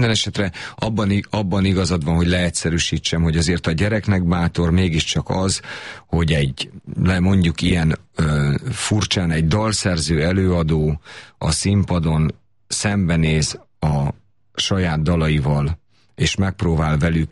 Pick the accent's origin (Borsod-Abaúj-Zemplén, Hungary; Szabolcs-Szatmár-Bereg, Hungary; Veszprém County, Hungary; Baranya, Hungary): Veszprém County, Hungary; Ajka; moved away; Ajkán nőttem fel onnan 15 kilométerre